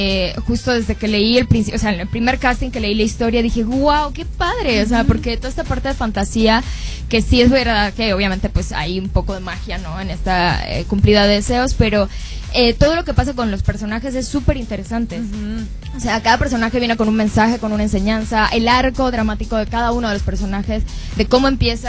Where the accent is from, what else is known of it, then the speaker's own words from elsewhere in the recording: Matanzas, Cuba; born there; moved away; en Matanzas, que es mi provincia donde nací, en Cuba, en el portal de mi casa.